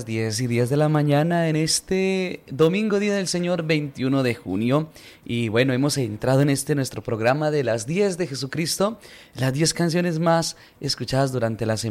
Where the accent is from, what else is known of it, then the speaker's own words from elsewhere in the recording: Colombia; Colombia, nuestra nación colombiana, nuestra patria